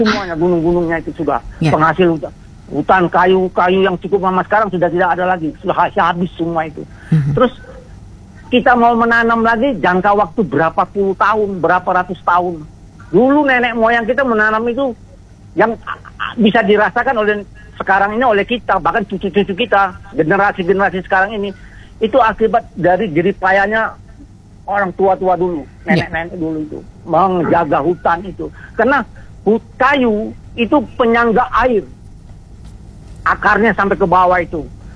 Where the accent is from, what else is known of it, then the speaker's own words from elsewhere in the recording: West Sumatra, Indonesia; moved away; Di kampung saya itu Sumatera, itu Sumatera Barat